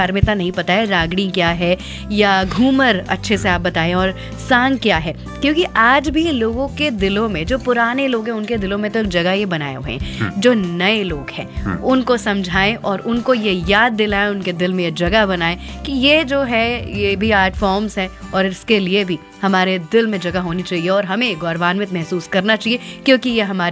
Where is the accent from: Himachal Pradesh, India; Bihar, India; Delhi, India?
Delhi, India; मैं दिल्ली से बिलोंग करती हूँ, मैं दिल्ली से आती हूँ, but I am a Bengali, तो बंगाल का कल्चर मुझे बहुत अच्छे से पता है।